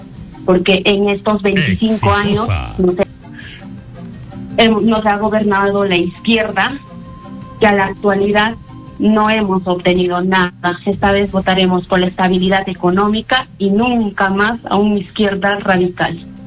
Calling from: Apurímac, Peru; Desde Apurímac.

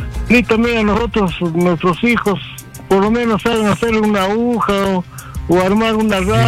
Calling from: Lima, Peru; de Cercar Lima.

